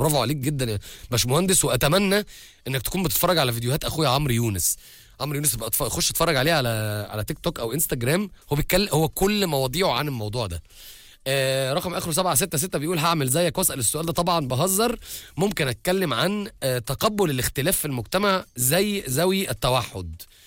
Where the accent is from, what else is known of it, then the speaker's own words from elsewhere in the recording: Egypt; احنا يعني كمصريين